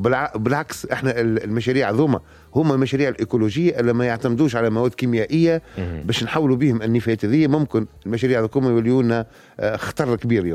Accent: Tunisia; احنا اليوم دخلنا جدد لكن يلزمنا نخدموا على السافوار فير نتاعنا احنا تونسي

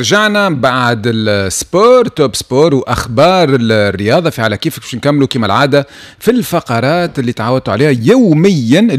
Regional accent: Tunisia; اللي عندنا في تونس

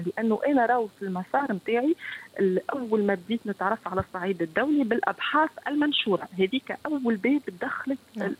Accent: Tunisia; ويعطيوا لبلادنا تونس لأنها في أمس الحاجة لنا،

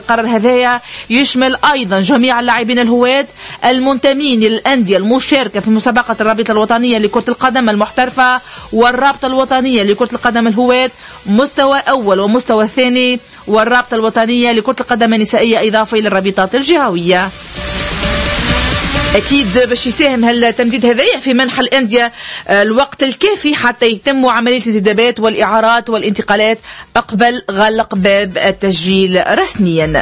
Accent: Tunisia; بلادنا تونس

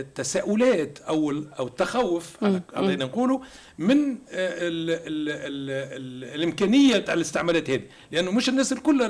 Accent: Tunisia; واحنا منها تونس

